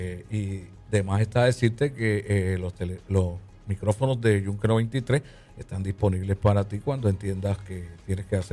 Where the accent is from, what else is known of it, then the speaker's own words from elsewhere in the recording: Luquillo, Puerto Rico; Yo soy de Luquillo y has descrito muy bien la situación que está pasando ahí.